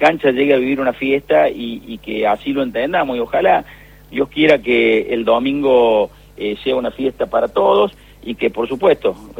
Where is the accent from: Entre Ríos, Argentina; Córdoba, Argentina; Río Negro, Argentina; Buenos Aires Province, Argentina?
Córdoba, Argentina